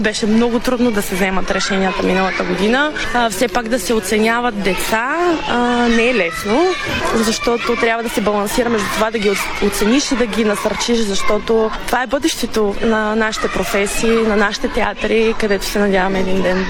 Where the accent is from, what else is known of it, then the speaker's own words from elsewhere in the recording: Plovdiv, Plovdiv Province, Bulgaria; Може би няма по-красив район от този, въпреки че съм от Пловдив, което е все пак и бивша столица на културата.